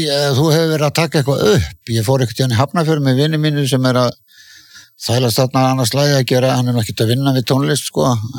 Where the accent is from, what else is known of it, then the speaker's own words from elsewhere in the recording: Ísafjörður, Westfjords, Iceland; En ég sá að þú varst að fara vestur á minn heimabæ.